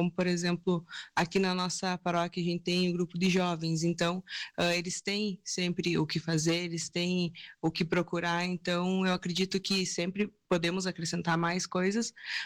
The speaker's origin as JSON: {"language": "Portuguese", "town": "Soledade", "region": "Rio Grande do Sul", "country": "Brazil", "tie": "born or raised there", "said": "Sim, sou natural aqui de Soledade."}